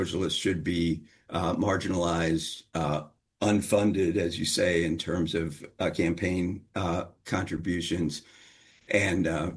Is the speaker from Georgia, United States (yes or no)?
no; Illinois, United States; also born or lived in Cairo, Illinois; Yeah, I grew up in two very contradictory places. During the school year, when I was in K through 12, I lived in outside of East St. Louis in a sundown town in the Midwest.